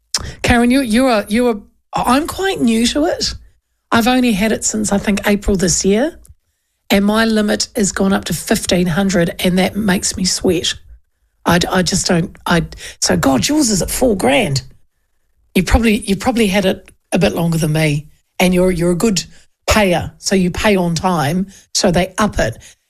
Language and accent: English; Hastings, South East England, United Kingdom; I'm from Hastings.